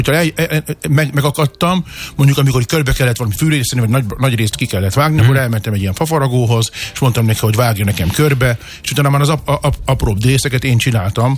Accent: Balassagyarmat, Nógrád, Hungary; én Balassgyarmatról jöttem, engem nem ismert senki

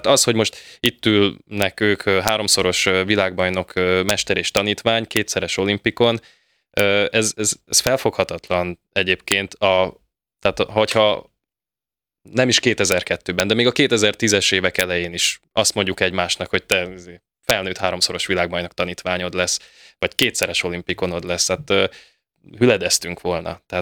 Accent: Debrecen, Hajdú-Bihar, Hungary; debreceniként, meg egyáltalán vidékiként

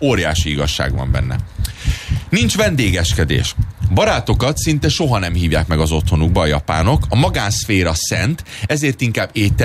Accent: Hungary; én magyar vagyok, mondom, én vagyok a konferencié.

